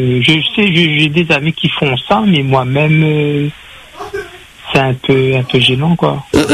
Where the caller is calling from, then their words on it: Saint-Denis, Réunion; j'appelle de Saint-Denis.